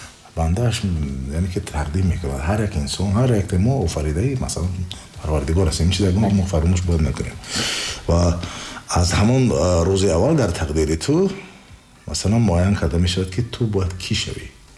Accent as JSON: {"language": "Persian", "country": "Tajikistan", "said": "بگذار معین شود که تاجیکستان یعنی که من تاجیک هم تاجیک بودنم معین شود. من این هویت من است. من همیشه کوشش میکنم که از تاجیک بودنم تاکید کنم"}